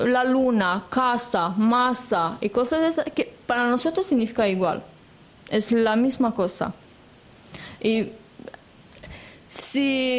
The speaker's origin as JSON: {"language": "Spanish", "country": "Romania", "second_language": "Spanish", "moved": "yes", "lives_now": "Spain"}